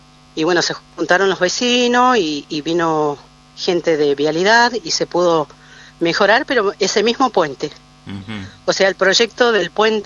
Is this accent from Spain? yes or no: no; Río Chico, Argentina; yo soy de Río Chico, vivo allá, y bueno, ahora por razones de salud andaba por la ciudad.